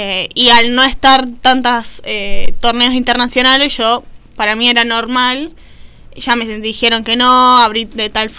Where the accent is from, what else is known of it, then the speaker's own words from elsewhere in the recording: Buenos Aires, Argentina; los dos somos de Buenos Aires